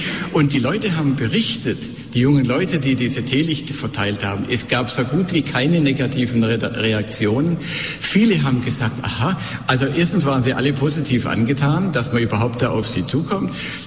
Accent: Stuttgart, Baden-Württemberg, Germany; In Stuttgart, meiner Heimatstadt, da hat man eingeführt Night Fever.

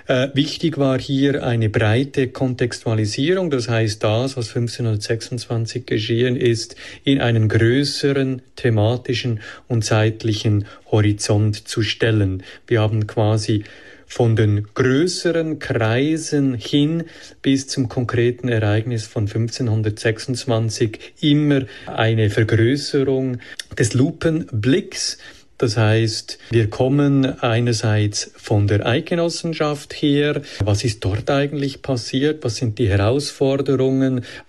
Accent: Switzerland; Ich bin ehrlich gesagt sehr, sehr positiv gestimmt, was die Zukunftsmöglichkeiten der Kirche auch bei uns in der Schweiz angeht.

